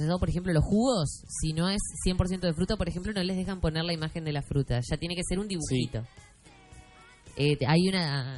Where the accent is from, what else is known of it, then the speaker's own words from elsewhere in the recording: Argentina; nos gusta a los argentinos